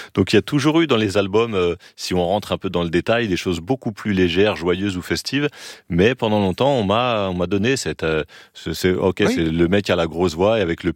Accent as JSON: {"language": "French", "town": "Saint-Denis", "region": "Île-de-France", "country": "France", "said": "Je viens de Saint-Denis"}